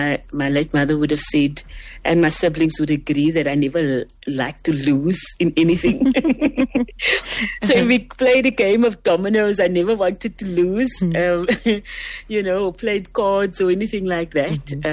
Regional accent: Cape Town, Western Cape, South Africa; I grew up in Rocklands in Mitchell's Plain, and quite close to Monandi Beach.

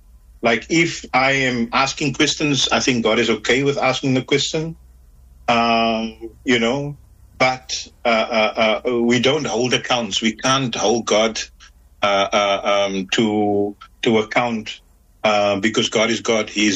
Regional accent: Manenberg, Western Cape, South Africa; I'm someone that is not born in Menenberg. I'm born on the Cape Flats, but we moved to Menenberg when I was four. So I grew up in this community.

